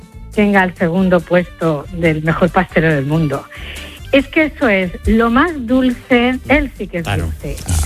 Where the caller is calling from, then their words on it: Oliva, Valencian Community, Spain; yo soy de Oliva